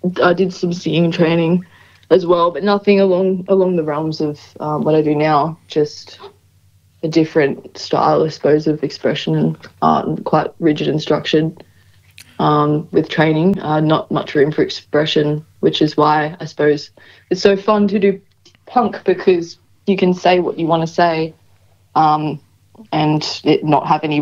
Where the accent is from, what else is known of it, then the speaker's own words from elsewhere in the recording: Toowoomba, Queensland, Australia; also born or lived in Sydney; I was born in Queensland. Okay. I grew up in Queensland, but yeah, I was living in Sydney for a few years, just briefly.